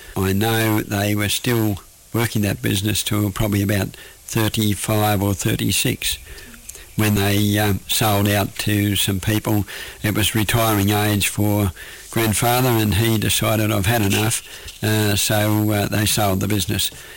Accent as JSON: {"language": "English", "town": "Bellingen", "region": "New South Wales", "country": "Australia", "tie": "born or raised there", "said": "I was born in Bellingen at a private hospital, Kalani, in William Street, Bellingen. It's now the residence of Dr. Heslop, on the 27th of May 1930."}